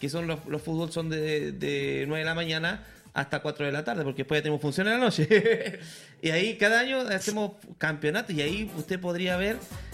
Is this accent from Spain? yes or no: no; Chile; Nosotros, los circenses chilenos, somos como muy unidos.